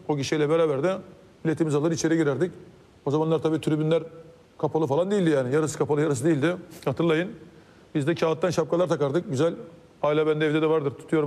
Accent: Istanbul, Turkey; born there; Kasımpaşa'nın esnaf çocuğu olarak

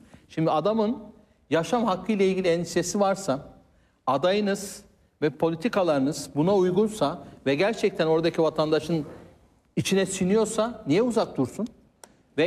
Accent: Adıyaman, Turkey; benim memleketim Adıyaman'da.

